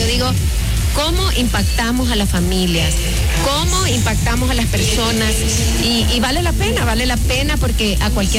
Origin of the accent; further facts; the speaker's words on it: El Salvador; De verdad que como salvadoreños nos tenemos que sentir súper orgullosos de tener estos 3 centros de rehabilitación de primer mundo.